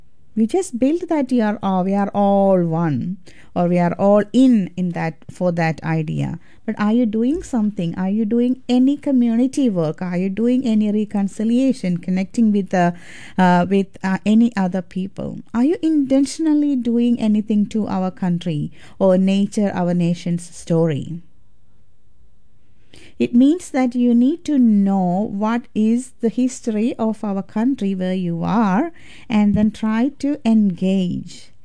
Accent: Australia; as an Australian

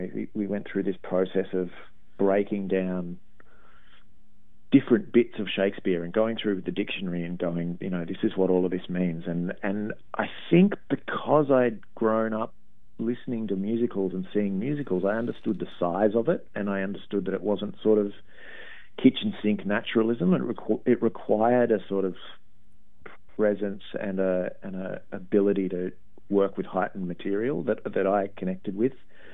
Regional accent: Melbourne, Victoria, Australia; moved away as an adult; also born or lived in London; it wasn't because I was from Melbourne.

